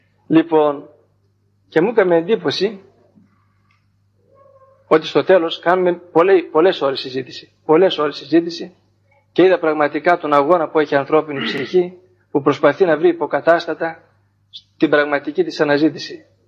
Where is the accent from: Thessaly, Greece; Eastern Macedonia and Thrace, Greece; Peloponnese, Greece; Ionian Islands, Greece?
Thessaly, Greece; Trikala; γιατί εμείς οι Θεσσαλοί, γιατί είναι και πατριώτης μου, είμαι Θεσσαλός, αν μιλάμε όπως δύο παφίτες από εσάς, θα μιλούν και άλλοι και επειδή δεν τον καταλαβαίνετε, έτσι και εμείς όταν μιλάμε δύο τρικαλινοί, δεν μας καταλαβαίνει κανείς Έλληνας.